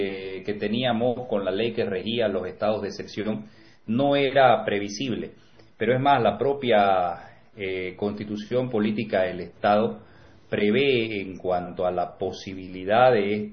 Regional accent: Bolivia

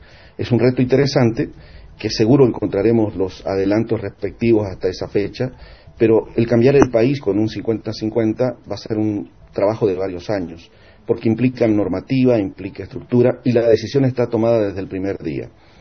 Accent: Bolivia; que nos corresponde a todos los bolivianos. No somos los del gobierno, no es el comité cívico, no somos los bolivianos

